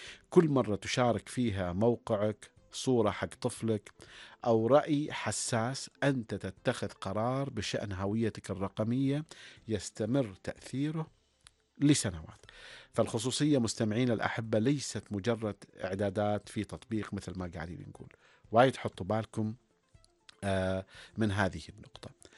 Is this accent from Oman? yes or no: yes; Oman; أنا شخص عماني